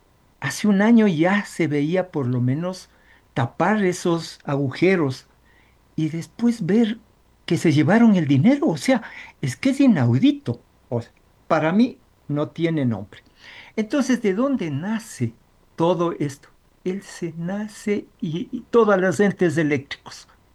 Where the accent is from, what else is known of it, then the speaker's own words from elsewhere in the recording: Ecuador; yo soy un ecuatoriano